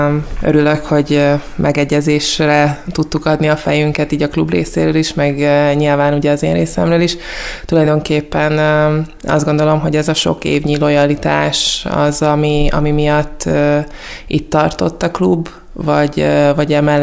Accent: Budapest, Hungary; now in Nyíregyháza, Hungary; én ezt pestiként álmomba se gondoltam volna

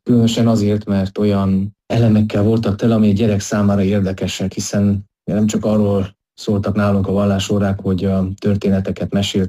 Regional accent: Mezőpanit, Mureș County, Romania; Mezőpanitban születtem, és itt nőttem fel, ami azt is jelenti, hogy az itteni református közösségnek az életében kapcsolódtam be kiskorom óta.

